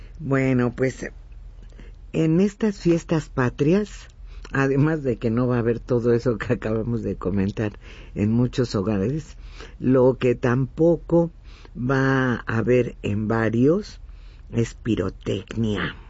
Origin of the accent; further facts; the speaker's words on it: Mexico; para nosotros como mexicanos